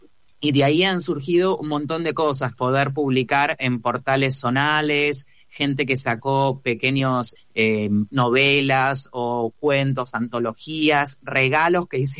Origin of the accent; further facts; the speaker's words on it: Buenos Aires Province, Argentina; now in Buenos Aires, Argentina; yo también me crié en una zona más alejada de la capital y no había tantas opciones. Ahora, bueno, está lo virtual, pero poder un poco devolver, yo nací en esa zona